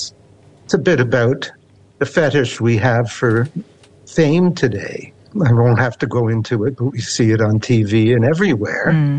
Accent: Canada; accent: Canadian; moved away as an adult; now in New Zealand; I mean, I've been in New Zealand 33 years. I'll never lose my Canadian accent because I came here at 42, and you don't lose an accent at that age.

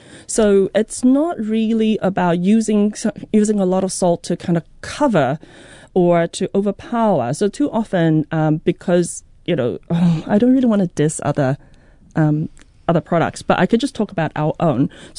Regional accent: Taipei, Taiwan; now in Auckland, New Zealand; Growing up in Taipei.

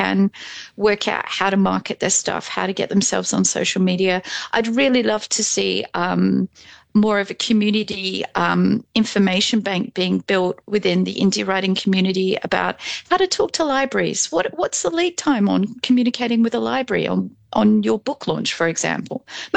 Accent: Australia; So I grew up in Outback Australia.

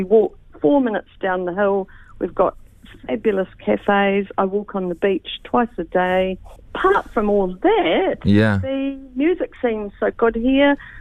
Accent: Dunedin, Otago, New Zealand; moved away as an adult; also born or lived in Auckland; I lived in Auckland. I grew up in Dunedin. I left here when I was 18 and came to design school in Auckland

